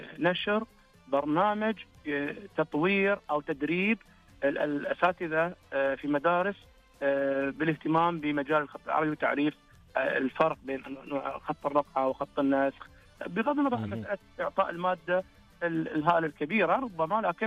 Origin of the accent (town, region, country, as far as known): Saudi Arabia